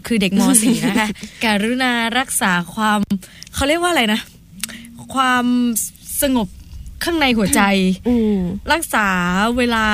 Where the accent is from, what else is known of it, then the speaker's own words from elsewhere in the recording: Phang Nga, Thailand; accent: southern; คนพังงาเมืองสวยในหุบเขาค่ะ